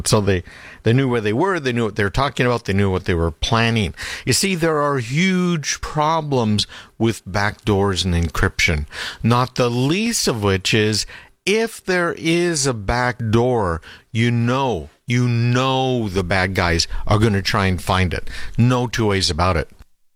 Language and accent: English; Canada; I remember growing up in Canada, they had Lipton tea.